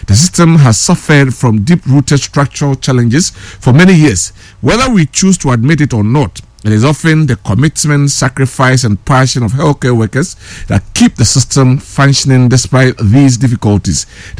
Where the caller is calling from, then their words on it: Bantama, Ashanti, Ghana; from Bantama in the Senate West District.